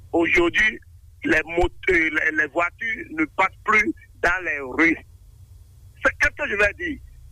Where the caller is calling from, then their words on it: Togba, Atlantique, Benin; Je vous appelle de Togba.